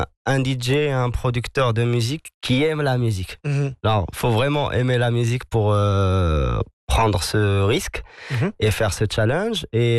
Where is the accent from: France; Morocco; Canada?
Morocco; Casablanca, Casablanca-Settat; c'est le premier festival aussi important que je fais dans ma ville natale aussi.